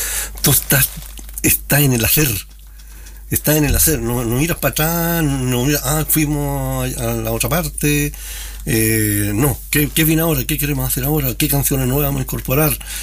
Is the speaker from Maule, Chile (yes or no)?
yes; Cauquenes, Maule, Chile; also born or lived in Chanco; aunque nací en Chanco y de muy temprana edad mis padres se vinieron a Cauquenes